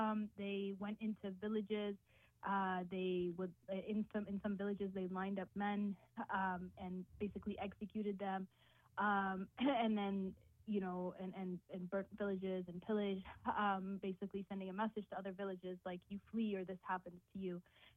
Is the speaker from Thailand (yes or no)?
no; Palestine; also born or lived in Jordan; now in United States; Yeah, so I am a Palestinian. Both of my parents are Palestinians. Their families experienced the Nakba. And so both of their families fled to Jordan. So I was born in Jordan, but have been in the U.S. most of my life of Palestinian origin.